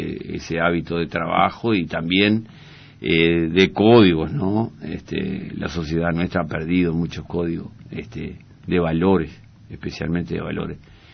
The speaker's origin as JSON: {"language": "Spanish", "country": "Uruguay", "said": "Nosotros que somos vascos"}